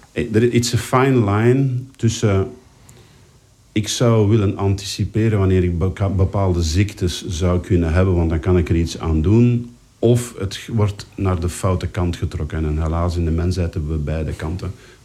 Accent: Belgium

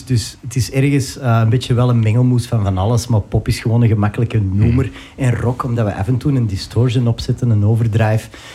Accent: Ekeren, Flanders, Belgium; Ik ben van Ekeren, dus dat hoort erbij.

